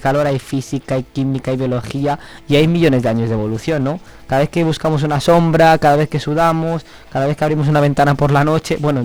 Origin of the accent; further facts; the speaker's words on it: Arcos de la Polvorosa, Castile and León, Spain; Pues mi pueblo tiene una historia muy bonita. Se llama Arcos de la Polvorosa.